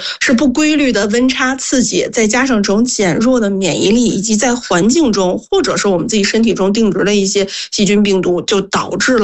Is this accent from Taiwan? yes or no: no; Northeast China, China; 我是东北人，我和于老师一个地方的啊